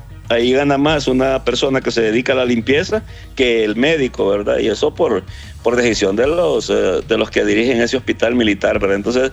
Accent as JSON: {"language": "Spanish", "country": "Honduras", "also_born_or_lived": "Guatemala / El Salvador", "said": "Yo no solo me siento hondureño, me siento centroamericano, y no me siento extranjero en ningún país que no sea Honduras. Estudié en Guatemala, y en Guatemala me sentí guatemalteco. Viví en El Salvador y me sentí salvadoreño."}